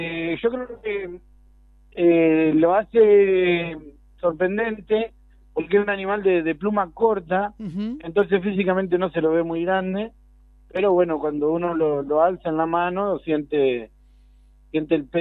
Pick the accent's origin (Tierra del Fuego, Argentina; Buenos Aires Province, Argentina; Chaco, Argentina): Buenos Aires Province, Argentina; General Lavalle; De Pavón de General Lavalle.